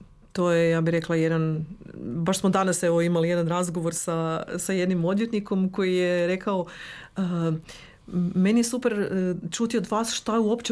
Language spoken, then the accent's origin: Croatian; Croatia